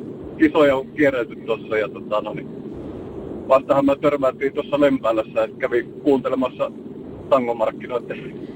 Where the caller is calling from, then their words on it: Ruokolahti, South Karelia, Finland; Ruokolahdella.